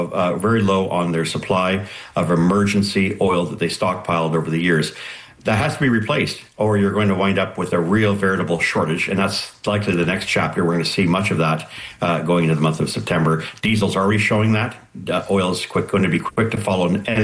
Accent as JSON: {"language": "English", "country": "Canada"}